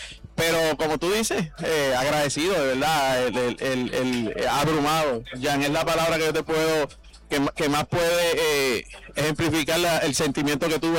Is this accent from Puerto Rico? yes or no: yes; Comerío, Puerto Rico; yo soy natural de Comerío, pero he estado en Caguas, en Sidra